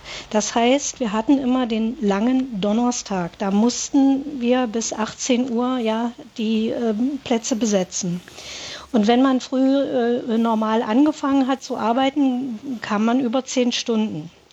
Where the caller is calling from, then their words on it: Magdeburg, Saxony-Anhalt, Germany; Ich komme aus Magdeburg, wie gesagt, vor der Wende war ich anderweitig beschäftigt.